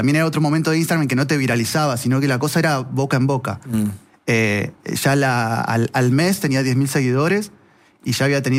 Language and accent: Spanish; Esperanza, Santa Fe, Argentina; correcto. Exactamente. Y me fui a Santa Fe Capital con dos amigos del colegio.